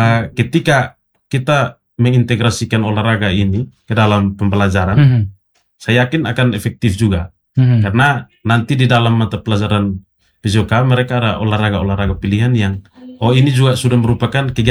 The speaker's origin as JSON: {"language": "Indonesian", "region": "East Nusa Tenggara", "country": "Indonesia", "said": "tetapi harapan saya ini merupakan penciri atau ciri khas kita orang TTU"}